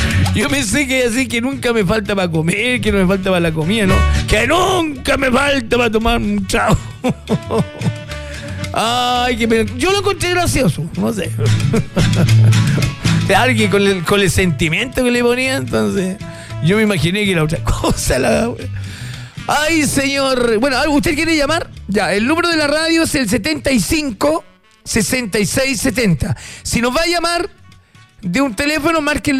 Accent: Angol, Araucanía, Chile; Yo soy de Angol

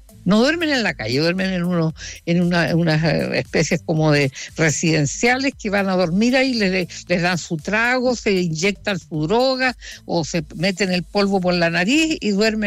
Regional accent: Chile

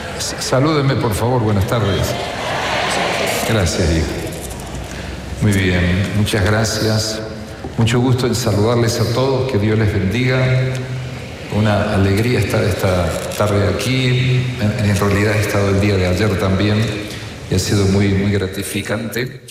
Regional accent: Córdoba, Argentina; born there; Lo que está en el medio del país se llama Córdoba, esa es mi tierra de nacimiento

